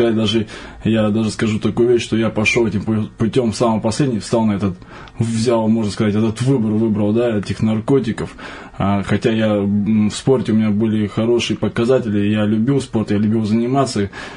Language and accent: Russian; Surgut, Khanty-Mansi Autonomous Okrug, Russia; born there; now in Moscow, Russia